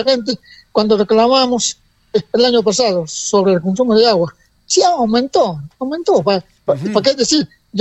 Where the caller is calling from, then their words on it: Lima, Peru; Yo acá vivo en Socavalla, en Ampliación Socavalla, no hay agua.